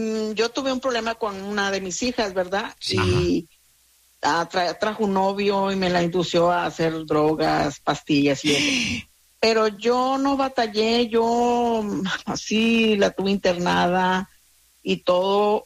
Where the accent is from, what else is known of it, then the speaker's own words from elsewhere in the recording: Matamoros, Tamaulipas, Mexico; now in Brownsville, United States; Yo estoy hablando desde Brownsville, Texas.